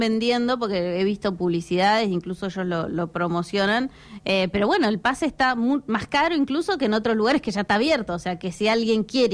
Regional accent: Argentina; Somos los argentinos los que inventamos esas canciones de cancha.

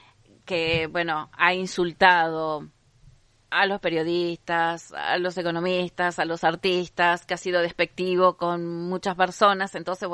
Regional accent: Argentina

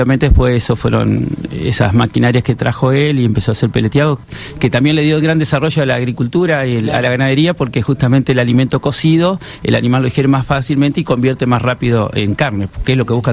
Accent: Viale, Entre Ríos, Argentina; en Viale está el Tommy Chancalay, que jugó, es de mi pueblo.

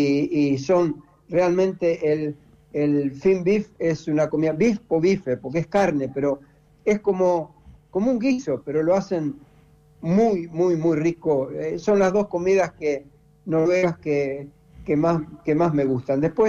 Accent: Argentina; now in Norway; yo me siento noruego, a pesar de que los papeles dicen otra cosa. Yo me siento muy, muy noruego, por eso no extraño nada, de Argentina no extraño nada.

